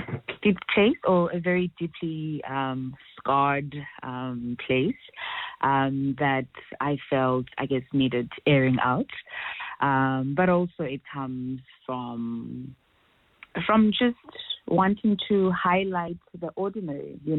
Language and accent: English; Cape Town, Western Cape, South Africa; also born or lived in Elsies River; So I'm from Gugule to Cape Town, and before we were moved to Gugule, I talk about being displaced from Witbank Elsitz River.